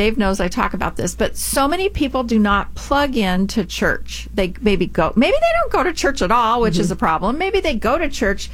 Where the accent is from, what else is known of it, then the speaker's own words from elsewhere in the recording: Upland, United States; I'm still a housewife from Upland, you know, my hometown.